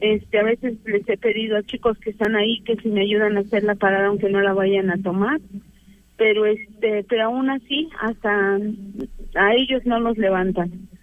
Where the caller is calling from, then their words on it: Mexico; yo vivo en San Gaspar y es la única ruta que llega hasta allá.